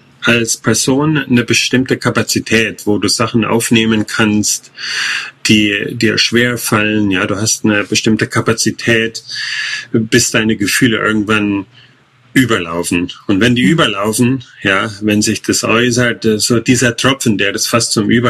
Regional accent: Germany; moved away as an adult; also born or lived in Thailand; als Ausländer sowieso, als Deutsche.

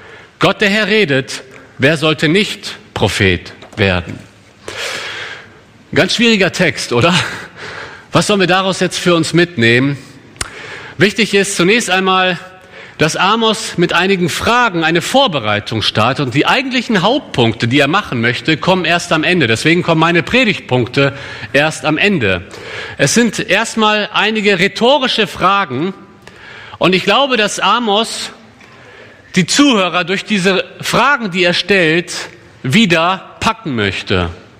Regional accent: Germany; Bei uns in Köln gibt es ein gutes Straßenbahnsystem, wie sicherlich hier auch. Und wenn man in der Endstation einsteigt, also das ist dann ja auch in die andere Richtung die erste Station, ist die Bahn noch völlig leer. Und wir Deutschen

